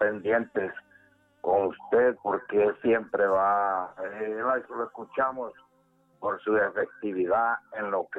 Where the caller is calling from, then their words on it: Honduras; hablamos de aquí, de la zona de Río Abajo